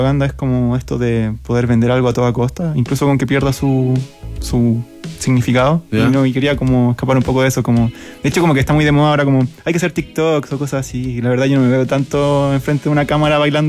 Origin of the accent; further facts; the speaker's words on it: Santiago, Santiago Metropolitan Region, Chile; also born or lived in Los Andes; Yo de Santiago. Ah, sí, viví un tiempo en los Andes, como por ahí. ¿Mm? Y de ahí me vine a Santiago y sí, todo mi vida a Santiago.